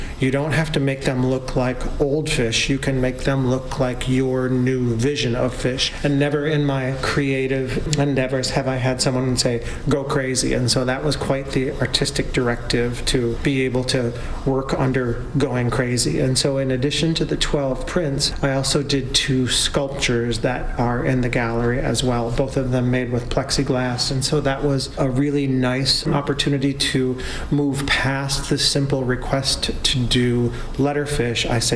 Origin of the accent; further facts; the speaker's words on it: Green Bay, Wisconsin, United States; I was born and raised in Green Bay.